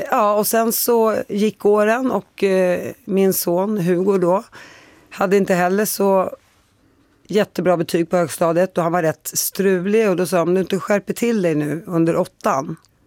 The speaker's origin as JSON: {"language": "Swedish", "country": "Palestine", "said": "jag är helt palestinier, min syster är helt arab som gick där"}